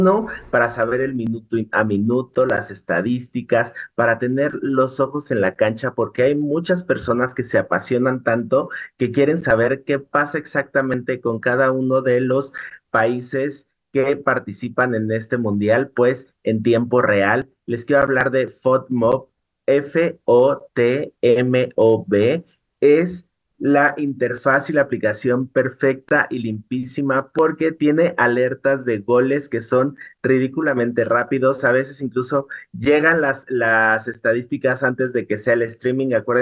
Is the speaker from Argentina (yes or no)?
no; Mexico; como buenos mexicanos que somos